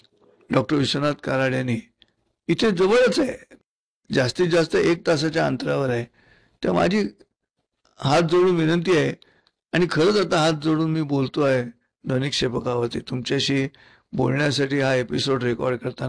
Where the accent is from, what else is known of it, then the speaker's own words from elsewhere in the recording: Pune, Maharashtra, India; आम्ही पुणेकर आहोत.